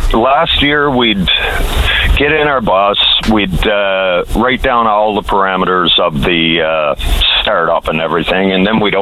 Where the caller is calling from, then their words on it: St. Anthony, Newfoundland and Labrador, Canada; This morning, I'm calling from St. Anthony.